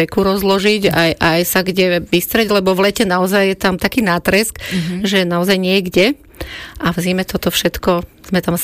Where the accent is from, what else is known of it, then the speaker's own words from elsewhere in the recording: Devičany, Nitra Region, Slovakia; Ja som z Devičian.